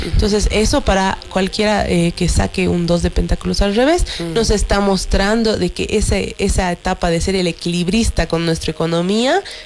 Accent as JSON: {"language": "Spanish", "country": "Bolivia", "said": "somos una sociedad boliviana"}